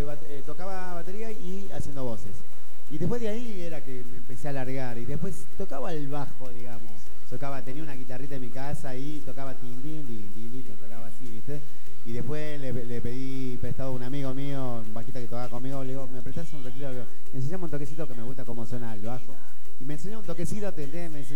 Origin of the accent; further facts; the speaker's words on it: San Pedro de Jujuy, Jujuy, Argentina; moved away; also born or lived in Buenos Aires; Sí, soy de San Pedro.